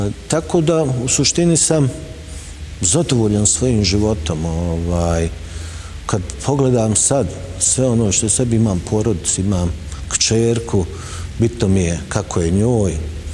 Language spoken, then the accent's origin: Bosnian; Sarajevo, Federation of Bosnia and Herzegovina, Bosnia & Herzegovina; Odrastao sam na Grbavici, najveći zapravo, ne mogu reći dio života, najveći dio života sam proveo ovdje jer sad živim, ali to mladost i odrastanje mi je proteklo na Grbavici.